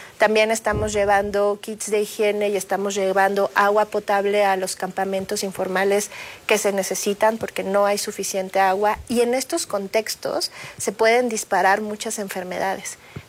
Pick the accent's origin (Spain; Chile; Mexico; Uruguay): Mexico